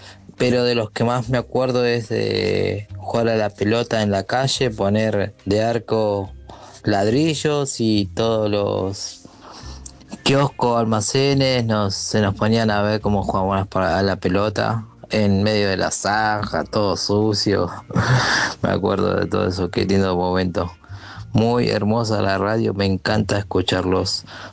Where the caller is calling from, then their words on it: San Miguel, Buenos Aires Province, Argentina; de San Miguel. Bueno, tengo 46 años